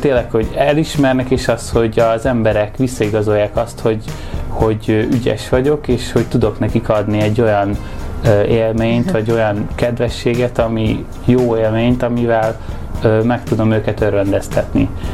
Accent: Budapest, Hungary; 13 éves voltam, Kőbányán nőttem fel a Kongressz telepen, és akkor ott csinálták a srácok, és akkor egyből beleszerettem.

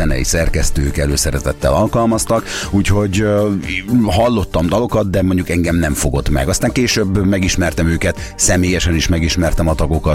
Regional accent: Szekszárd, Tolna, Hungary; moved away as an adult; Így van, ott születtem, ott is nőttem fel, és 18 éves koromig ott is éltem, aztán az első adott alkalommal leléptem

